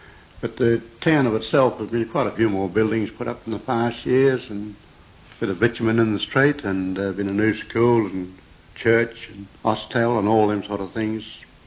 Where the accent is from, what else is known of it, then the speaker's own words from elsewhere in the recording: Australia; born there; also born or lived in Queensland; when I was born in Tipperborough, I went up into Queensland around Harrowbury, Cadilla Downs, and up around Batuta. I worked down, I come back to a property out west of here named Walker. With my dad, I stayed there for quite a number of years, 25 years, something.